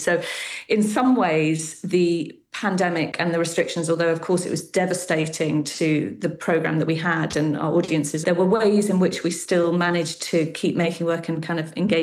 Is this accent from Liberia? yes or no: no; Edinburgh, Scotland, United Kingdom; I was brought up in Edinburgh.